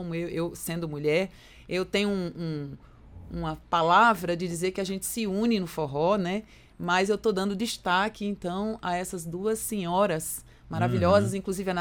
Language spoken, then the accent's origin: Portuguese; Pernambuco, Brazil; also born or lived in Cabo de Santo Agostinho, Pernambuco; me identifico nessa história como uma pessoa pernambucana, que eu nasci no Cabo, mas eu me criei no sertão.